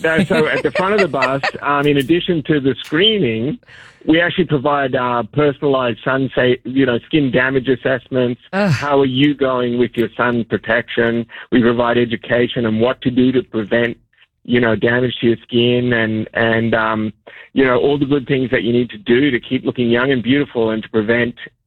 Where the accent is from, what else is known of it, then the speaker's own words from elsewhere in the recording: Queensland, Australia; now in Colorado, United States; I grew up in Southeast Queensland, Australia, which is the melanoma capital of the universe.